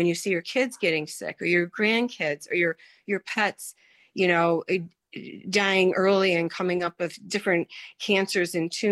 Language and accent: English; Love Canal, New York, United States; because I grew up in Love Canal, I lived on Mason Court, and the way the swells ran, the chemicals, the dioxin would come into the creek.